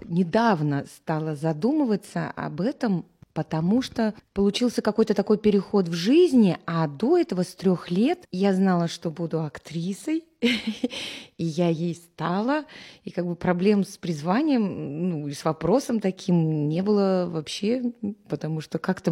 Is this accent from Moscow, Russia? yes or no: no; Yaroslavl, Yaroslavl Oblast, Russia; moved away as an adult; now in Saint Petersburg, Russia; папа мой здесь родился, а уже я родилась в Ярославле, как-то, ну, осели, ассимилировались